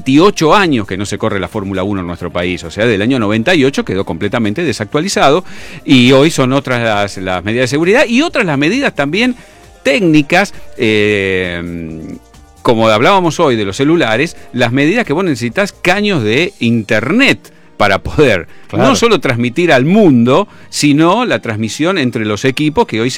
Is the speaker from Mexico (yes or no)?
no; Argentina